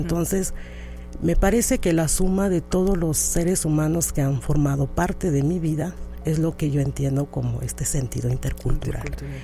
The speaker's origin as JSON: {"language": "Spanish", "region": "Oaxaca", "country": "Mexico", "said": "Sí, soy zapoteca, pero también hablo inglés, uh-huh, también me interesan otros idiomas"}